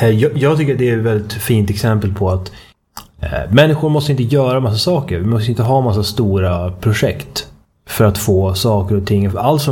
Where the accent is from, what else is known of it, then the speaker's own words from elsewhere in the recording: Uppsala, Uppsala County, Sweden; accent: Uppsala dialect; den här uppsaliensiskan som jag fick med mig från min uppväxt i Sveriges traditionella huvudstad